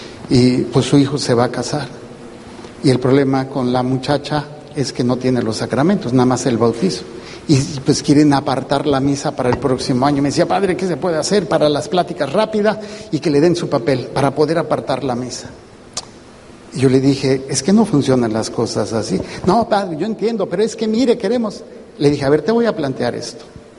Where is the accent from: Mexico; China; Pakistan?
Mexico; Mexico City; born there; en la parroquia donde nací, en la Pasión, la Sagrada Pasión, allá en la Ciudad de México.